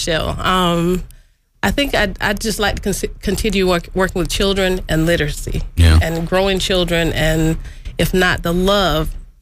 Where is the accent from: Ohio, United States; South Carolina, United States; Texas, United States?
South Carolina, United States; Neeses; now in Sumter, United States; I am originally from Nieces area, but I'm from Sumter now.